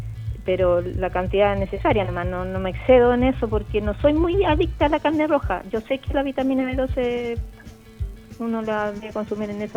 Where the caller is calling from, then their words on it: Quilpué, Valparaíso, Chile; De Quilpué.